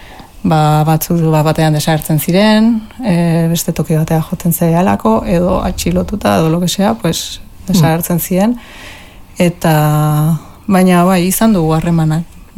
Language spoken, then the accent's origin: Basque; Basque Country, Spain; also born or lived in Nicaragua; Bai, osea, hemengoa naiz, bale? Baina, jaiotzez, ba, nikaragüense, odolez gernikarra, nire familia guztia angoa delako, baina parte handi bat, mexikana.